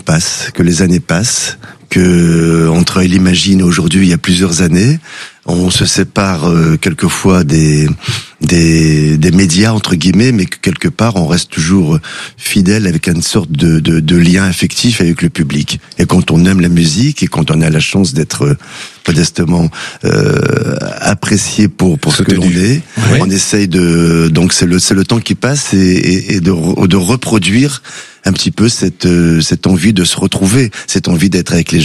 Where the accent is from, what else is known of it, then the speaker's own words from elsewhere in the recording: France; nous sommes français de confession juive